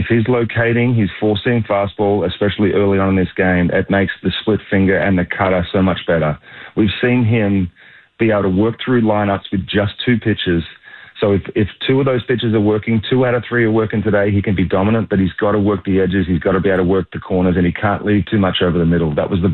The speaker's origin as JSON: {"language": "English", "country": "Australia", "tie": "born or raised there", "moved": "yes", "said": "growing up in Australia on the Osborne football field"}